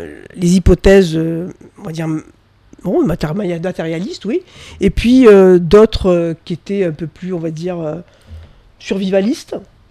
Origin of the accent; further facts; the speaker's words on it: Tunisia; Je suis tunisienne, j'ai la double nationalité.